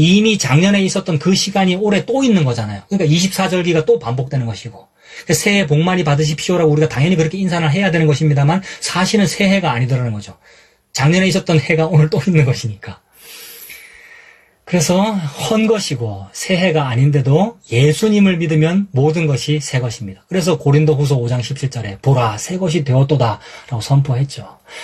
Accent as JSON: {"language": "Korean", "region": "Gyeongsang", "country": "South Korea", "tie": "born or raised there", "said": "내 고향이 대구는 아니지만 경상도 사람이니까 알아듣는단 말입니다."}